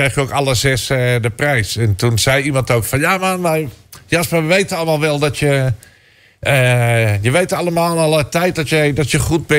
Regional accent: Utrecht, Netherlands; Maar ik woonde in mijn jeugd in Utrecht. En ik had flink wat vrienden daar in de buurt, die Spanjaarden die daar woonden.

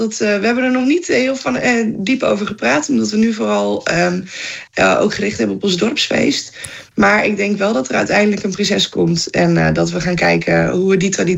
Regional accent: Rutten, Flevoland, Netherlands; moved away as an adult; now in Marknesse, Netherlands; Ik kom zelf uit Rutte en ik ben opgegroeid in een echt carnavalsgezin.

